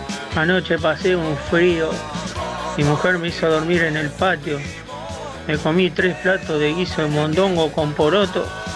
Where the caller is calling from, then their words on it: Santa Fe, Argentina; de Santa Fe.